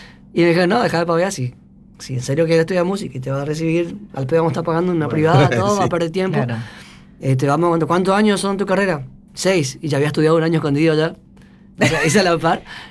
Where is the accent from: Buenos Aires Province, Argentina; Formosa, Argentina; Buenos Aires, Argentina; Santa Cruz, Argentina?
Formosa, Argentina; El Colorado; moved away as an adult; now in Corrientes, Argentina; No, yo soy del Colorado, Formosa. Vine en el 2008 a estudiar.